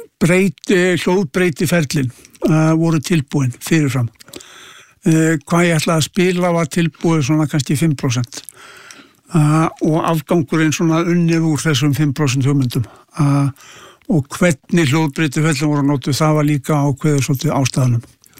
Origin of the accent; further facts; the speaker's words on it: Kópavogur, Capital Region, Iceland; Já, en ég óls líka upp í Kópavogi og mér fannst það alveg mjög gott líka.